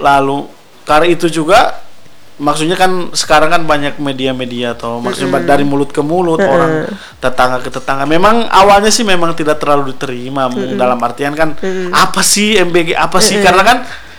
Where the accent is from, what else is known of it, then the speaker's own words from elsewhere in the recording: Tasikmalaya, West Java, Indonesia; moved away; Saya asalnya sih dari Jawa Barat. Dari tepatnya Tasikmalaya. Cuman saya sudah lama di sini, mungkin dari 2008. Tapi anehnya juga orang-orang di sini tuh tidak percaya kalau saya orang Jawa Barat.